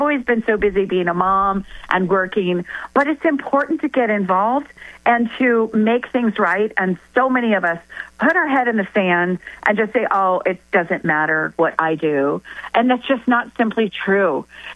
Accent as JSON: {"language": "English", "town": "Winter Park", "region": "Florida", "country": "United States", "tie": "born or raised there", "said": "I grew up in Winter Park."}